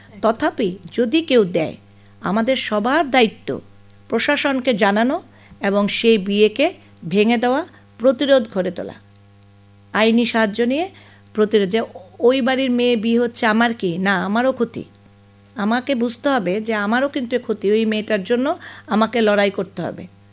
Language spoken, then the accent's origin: Bangla; Tripura, India; আমাদের ত্রিপুরা রাজ্যে